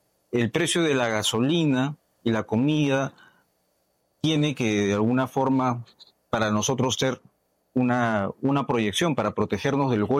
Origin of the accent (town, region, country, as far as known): Peru